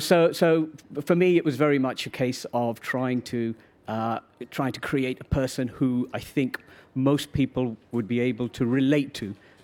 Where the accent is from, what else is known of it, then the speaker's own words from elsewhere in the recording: United Kingdom; as a British Asian